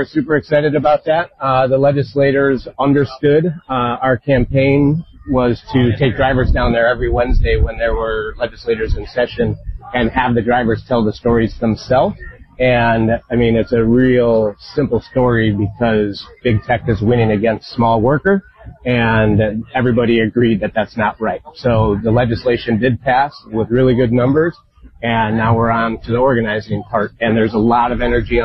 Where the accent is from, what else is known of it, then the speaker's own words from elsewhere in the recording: Mount Prospect, Illinois, United States; So I grew up in Mount Prospect, and I've been living in the west suburbs for the past 20 years